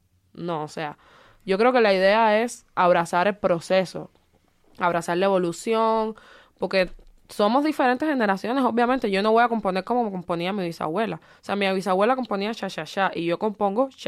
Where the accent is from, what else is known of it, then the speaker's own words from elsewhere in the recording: Cuba; ya porque soy cubana